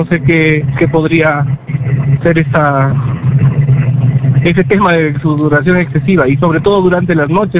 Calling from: Cajamarca, Peru; llamo de Cajamarca.

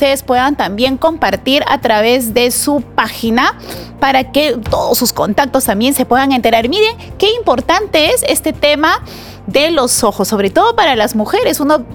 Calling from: Nueva Cajamarca, San Martín, Peru; Tengo 61 años. Gracias. Soy de Cajamarca. Nueva Cajamarca.

